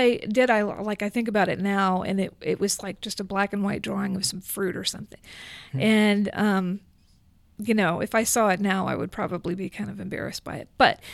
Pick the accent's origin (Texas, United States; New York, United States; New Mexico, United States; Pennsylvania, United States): Texas, United States; Bryan; I grew up in Bryan. I've basically lived there almost my whole life.